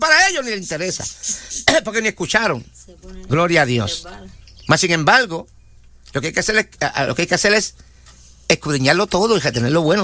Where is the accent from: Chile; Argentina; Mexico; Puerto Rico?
Puerto Rico; Corozal; En mi pueblo, en Corozal. Mi pueblo y amado pueblo.